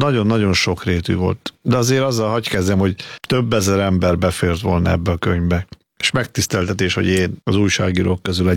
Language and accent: Hungarian; Túra, Pest, Hungary; born or raised there